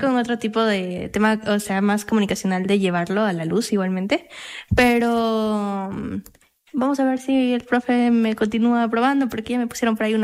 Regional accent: Loja, Ecuador; Julia es de Quito. Ya. Yo soy de Loja.

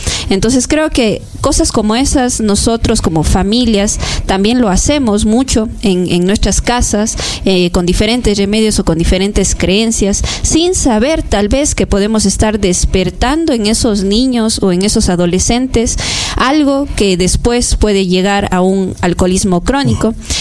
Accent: Ecuador

